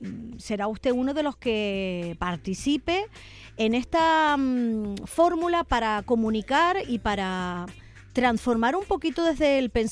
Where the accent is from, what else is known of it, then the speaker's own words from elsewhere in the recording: Canary Islands, Spain; Pues bueno, pues somos todos canarios y no viene nada mal.